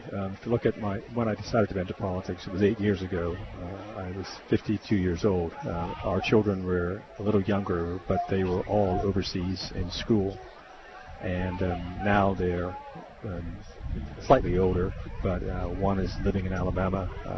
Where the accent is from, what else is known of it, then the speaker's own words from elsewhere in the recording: Cooks Hill, Bermuda; Especially when I'm from Cooks Hill, so.